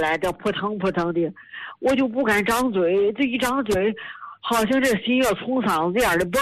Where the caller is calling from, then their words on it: Tianjin, China; 我是天津北辰的新朋友。